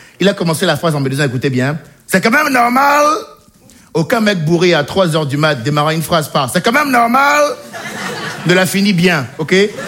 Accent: Benin; born or raised there

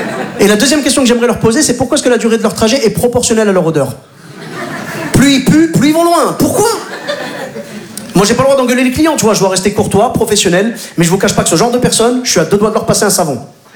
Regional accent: Clermont-Ferrand, Auvergne-Rhône-Alpes, France; Moi, j'ai grandi en cité à Clermont-Ferrand.

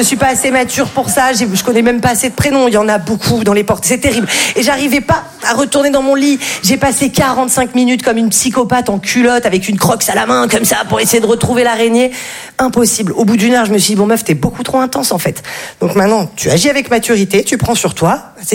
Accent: Val-de-Blore, Provence-Alpes-Côte d'Azur, France; moi, je viens d'un tout petit village qui s'appelle Val-de-Blore. C'est sublime, mais alors, il faut pas du tout se faire mal là-bas, parce que si tu veux aller aux urgences, il faut faire 2 heures de route.

